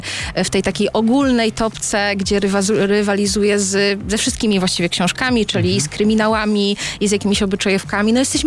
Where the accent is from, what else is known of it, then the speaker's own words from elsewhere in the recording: Sochaczew, Masovian Voivodeship, Poland; kawałeczek tego mojego dzieciństwa, wychowania się w Polsce, na blokach, tutaj w Sochaczewie